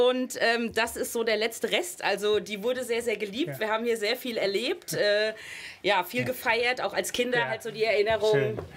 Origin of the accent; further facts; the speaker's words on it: Bingerbrück, Rhineland-Palatinate, Germany; aber ich bin Bingerbrücker Mädchen. Also ich komme hier aus Bingerbrück, mein Elternhaus steht hier, mein Bruder und ich, wir sind hier groß geworden.